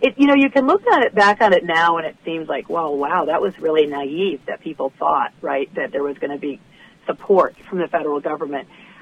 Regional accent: Michigan, United States; now in Point Reyes, California, United States; I'm from Michigan. So we're both, sort of displaced upper Midwesterners

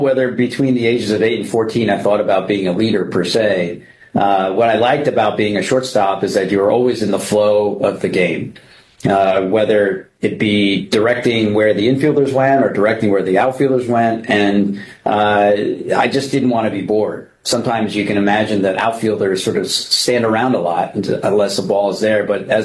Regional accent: New Haven, Connecticut, United States; Born and grew up around New Haven, Connecticut. I had parents that immigrated here from China, and I was one of two siblings.

